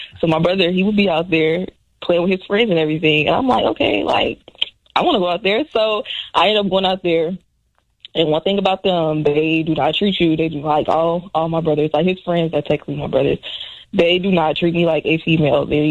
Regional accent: Illinois, United States; also born or lived in Chicago; Well, actually, we moved out here to the suburbs when I was in second grade.

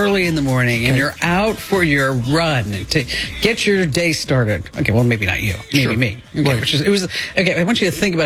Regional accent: New Jersey, United States; accent: New Jersey; That's my New Jersey accent coming out.

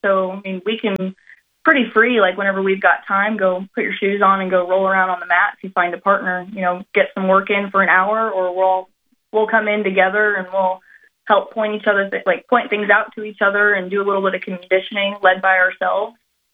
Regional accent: St. Joseph, Missouri, United States; moved away as an adult; I'm from St. Joseph, Missouri.

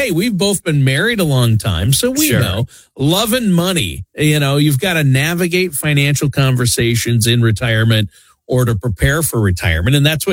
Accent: Minnesota, United States; my home state of Minnesota where I'm at right now.

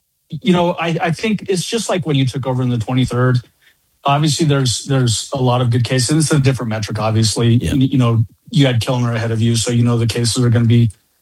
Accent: Arvada, Colorado, United States; it's way different from when you and I grew up in Jefferson County too, George, right? I know you're a Jeffco grad. I'm also too, Arvada

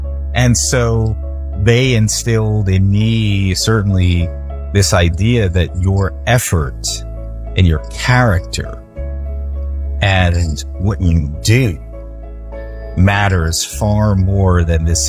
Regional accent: London, United Kingdom; born there; That's why I was born in London, because it was a dream.

